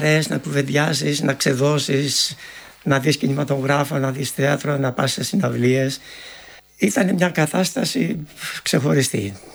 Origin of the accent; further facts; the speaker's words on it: Lefkada, Ionian Islands, Greece; moved away; also born or lived in Paris, France / Athens, Greece; Τα παιδικά μου χρόνια στη Λευκάδα και το Παρίσι. Η Αθήνα δεν μου στέριωσε ποτέ. Αυτά τα χρόνια όμως τα θυμάμαι πολύ αγάπη. Και τα παιδικά μου και του Παρισιού τα 5 χρόνια.